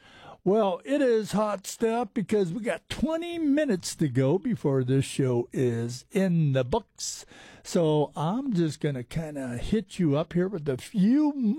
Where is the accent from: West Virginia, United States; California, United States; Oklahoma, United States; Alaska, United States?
Alaska, United States; We told him we're from Alaska, and you got, come on up and do a concert.